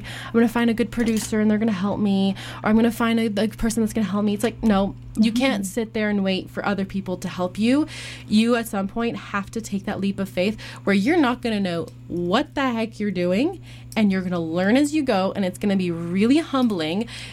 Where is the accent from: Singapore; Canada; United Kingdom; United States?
Canada; also born or lived in Belgium; I'm French speaking, but I'm Belgian Canadian.